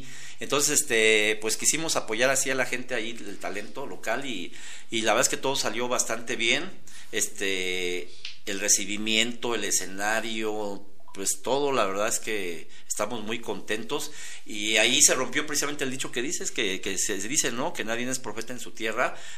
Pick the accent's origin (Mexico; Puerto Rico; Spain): Mexico; Zacapu, Michoacán; born there; moved away; Somos de Zacapu